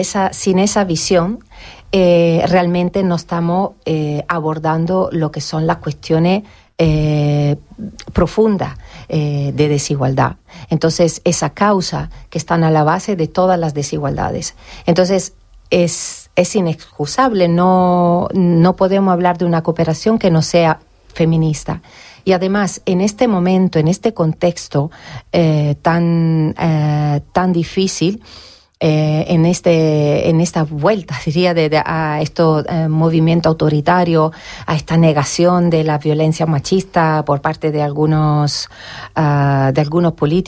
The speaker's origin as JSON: {"language": "Spanish", "country": "Italy", "lives_now": "Spain", "said": "Claro, exacto, es verdad, me corrijo, italiana andaluza."}